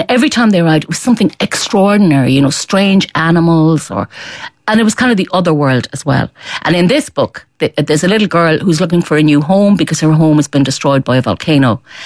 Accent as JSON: {"language": "English", "town": "Galway", "region": "Connacht", "country": "Ireland", "tie": "born or raised there", "said": "And I think it comes from growing up in Galway, where we had a lot of street theatre with mockness and stuff."}